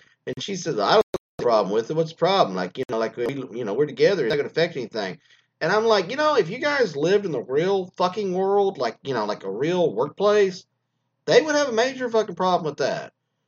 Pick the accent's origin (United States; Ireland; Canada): Canada; None of my friends or family thought it would last because she's Chinese and I'm Canadian.